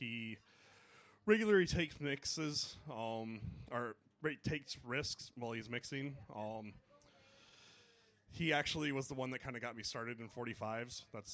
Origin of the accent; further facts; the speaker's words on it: Detroit, Michigan, United States; when I grew up in Detroit, I always thought Detroit was a big city until I went to Chicago or Toronto. And I was like, man, Detroit is tiny